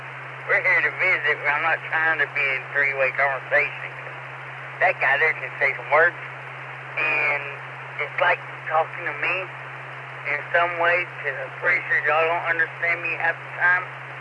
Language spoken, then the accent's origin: English; Arkansas, United States; I'm from Arkansas, all the way.